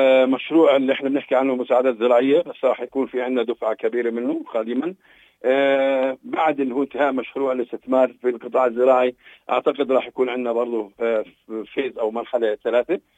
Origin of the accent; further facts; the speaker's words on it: Palestine; احنا كفلسطينيين